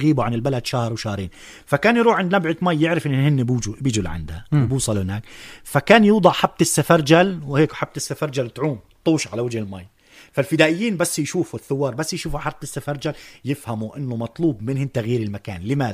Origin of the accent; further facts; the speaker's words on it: Ein Mahil, Northern District, Israel; عشائر كانت موجودة شرقي مدينة الناصر، شرقي قريتنا عين ماهل